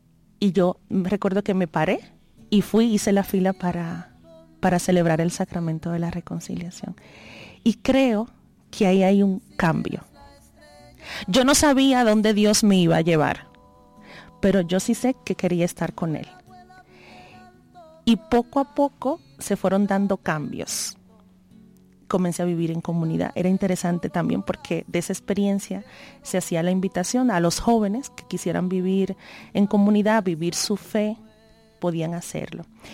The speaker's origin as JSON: {"language": "Spanish", "country": "Dominican Republic", "said": "soy de República Dominicana, sí."}